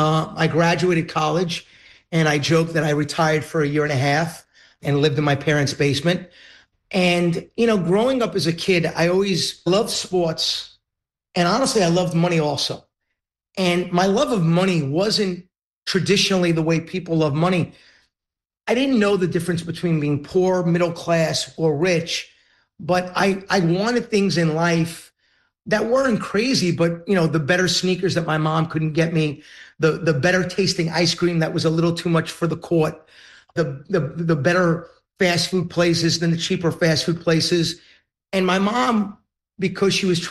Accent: Queens, New York, United States; It's why I always say … from Queens, right?

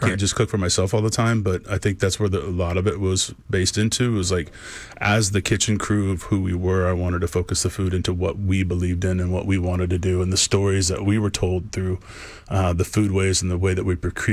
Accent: Tulsa, Oklahoma, United States; I grew up in Tulsa and was at Tulsa Junior College

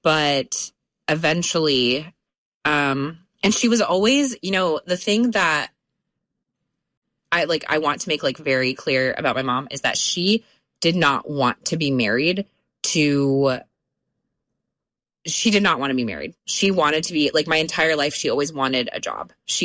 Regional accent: United States; also born or lived in Russia; I was raised in the United States

